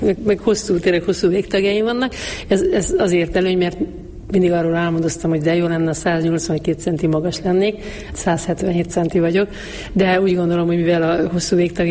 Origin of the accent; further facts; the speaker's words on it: Mezőbánd, Mureș County, Romania; ez egy nagy község ez a Mezőbánd, ahol én születtem, és 13 évesen bekerültem Marosvásárhelyre